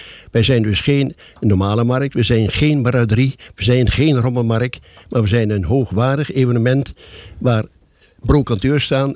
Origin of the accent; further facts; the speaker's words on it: Hummelo, Gelderland, Netherlands; Ik kom uit Hummelo. Ik woon in de Dorpsstraat vlakbij.